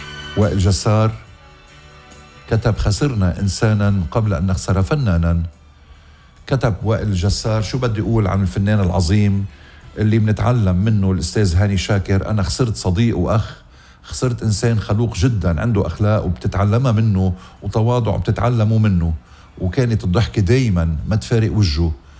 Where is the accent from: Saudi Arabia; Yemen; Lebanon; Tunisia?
Lebanon; هيدا بلدنا لبنان.